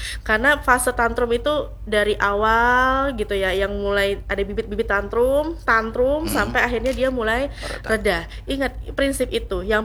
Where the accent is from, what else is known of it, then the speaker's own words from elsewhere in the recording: Banjar, South Kalimantan, Indonesia; kita orang Banjar